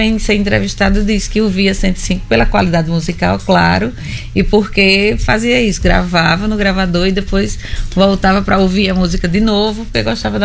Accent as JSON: {"language": "Portuguese", "town": "Mossoró", "region": "Rio Grande do Norte", "country": "Brazil", "tie": "born there", "also_born_or_lived": "Aracaju / João Pessoa / Catolé do Rocha", "said": "mas eu nasci em Mossoró. Aí também fui nômade, né? Morei em Aracaju, morei em Campina Grande, morei em João Pessoa. E vim pra cá, né? Depois de Catolé do Rocha, onde a minha família é de Catolé do Rocha."}